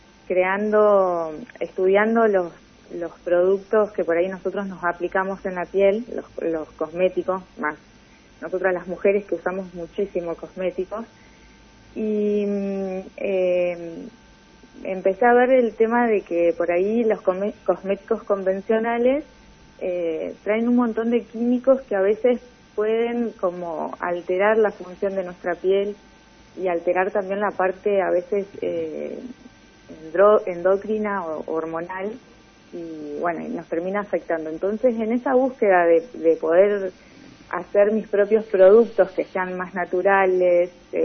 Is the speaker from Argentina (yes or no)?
yes; Argentina; now in Chuele; Soy nacida y crecida acá en La Marque.